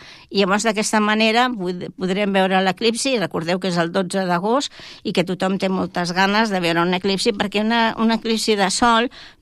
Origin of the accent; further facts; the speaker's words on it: Barcelona, Catalonia, Spain; moved away as an adult; jo quan vaig arribar aquí, perquè no sóc d'aquí, sóc barcelonina, quan vaig arribar, ja fa molts anys que visc aquí, fa més de 30 anys